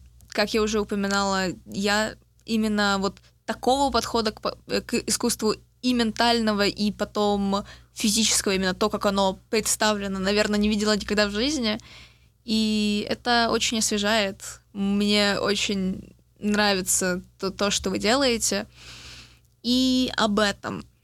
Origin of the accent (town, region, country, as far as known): Kyiv, Ukraine; moved away